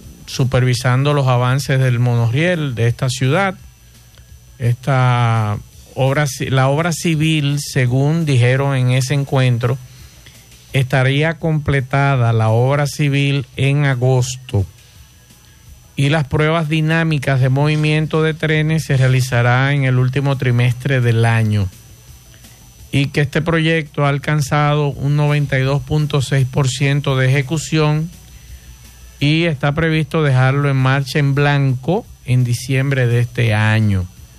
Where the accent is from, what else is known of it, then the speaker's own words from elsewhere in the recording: Dominican Republic; somos nosotros los dominicanos